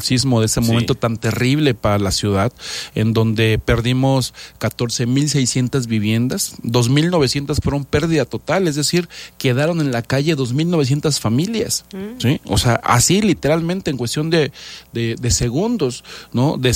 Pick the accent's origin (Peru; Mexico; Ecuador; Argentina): Mexico; Jojutla, Morelos; also born or lived in Cuernavaca; de chiquito me llevaron a Jojutla, ¿no? Y me siento orgulloso de haber tenido una niñez en ese pueblo grande, porque no es un pueblo chiquito como todo mundo cree